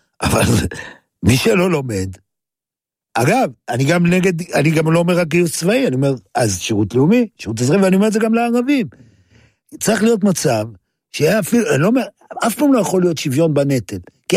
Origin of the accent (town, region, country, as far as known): Safed, Northern District, Israel